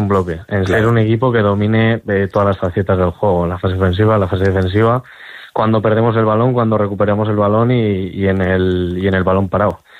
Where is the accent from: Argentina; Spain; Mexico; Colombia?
Spain; Ágreda, Castile and León; he estado muy muy arraigado a Soria, he estado muy arraigado a mi pueblo, a Agre, a mis amigos, a mi familia